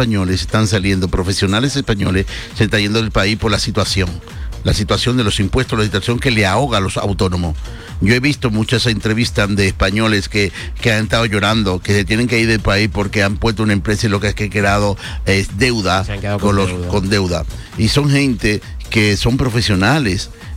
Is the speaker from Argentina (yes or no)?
no; Dominican Republic; now in Spain; yo como dominicano, nacionalizado, español